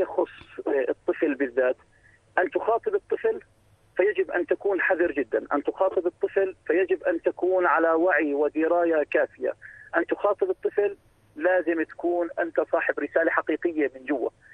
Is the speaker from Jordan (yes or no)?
yes; Jordan; لما نحكي إنه إحنا من الأردن نلاقي في احترام خاص لثقافتنا ولحضورنا الأردني.